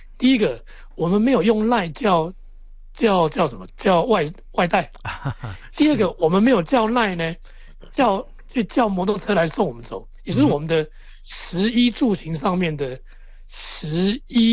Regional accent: Taiwan; 因为我们台湾人几乎所有人都用赖嘛

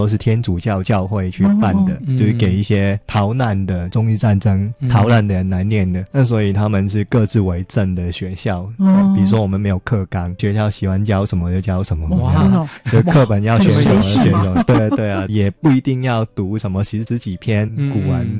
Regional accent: Hong Kong; first language Cantonese; Chinese is a second language; moved away as an adult; also born or lived in Taiwan; 但其实对一个粤语为母语的人来说，

